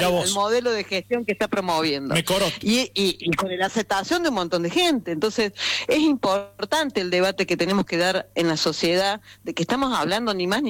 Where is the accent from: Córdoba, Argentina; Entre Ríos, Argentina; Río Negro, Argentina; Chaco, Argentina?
Córdoba, Argentina; accent: Cordobés; now in Buenos Aires, Argentina; Soy de Córdoba, pero sí vivo acá en Buenos Aires.